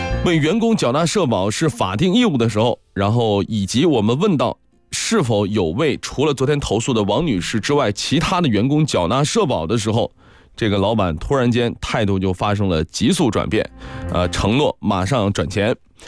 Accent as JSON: {"language": "Chinese", "region": "northern China", "country": "China", "moved": "yes", "lives_now": "Guangdong, China", "said": "我作为一个北方人了解的比较少。"}